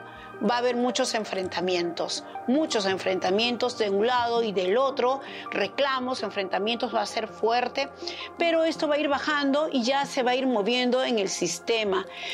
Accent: Peru; Todos somos peruanos

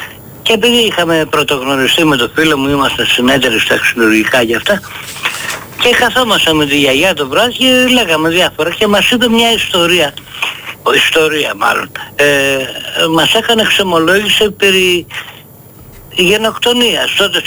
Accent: Ios, South Aegean, Greece; από την Ίο

